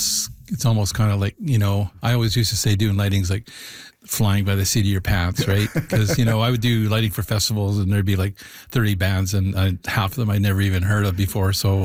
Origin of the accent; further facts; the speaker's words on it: Yukon, Canada; people found out that I was from the Yukon